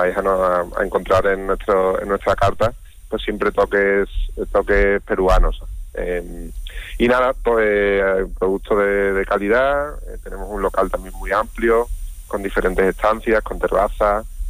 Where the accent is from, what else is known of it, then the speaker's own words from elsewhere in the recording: Mairena, Andalusia, Spain; moved away as an adult; Mira, yo soy de Mairena de toda la vida, pero bueno, hace muchos años me fui a Latinoamérica, bueno, a trabajar en otros temas